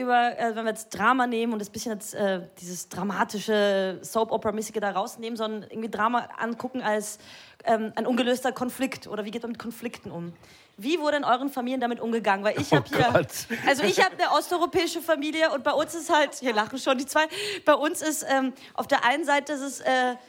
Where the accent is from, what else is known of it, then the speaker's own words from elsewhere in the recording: Vienna, Austria; ich aber als Wienerin mache ein Auge zu